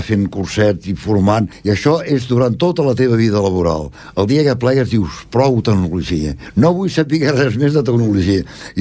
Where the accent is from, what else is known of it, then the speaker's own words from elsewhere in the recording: L'Hospitalet de Llobregat, Catalonia, Spain; born there; now in Esplugues de Llobregat, Spain; No, jo vaig néixer al barri de la Torrassa de l'Hospitalet de Llobregat, el 6 del 3 del 33. Vaig néixer a la Torrassa, sóc enginyer industrial i resideixo a Esplugues des de l'any 1967.